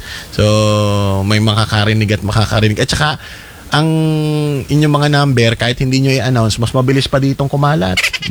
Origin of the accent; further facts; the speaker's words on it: Lopez, Calabarzon, Philippines; Pero kami mga taga Lopez, medyo salat kami sa dagat.